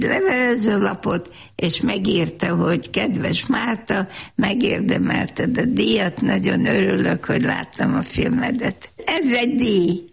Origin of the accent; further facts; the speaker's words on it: Hungary; Annyit beszélgettünk, hogy Magyarországról jövök.